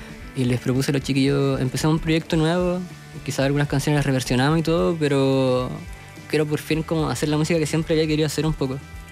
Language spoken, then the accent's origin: Spanish; Andacollo, Coquimbo, Chile; Somos de Andacoyo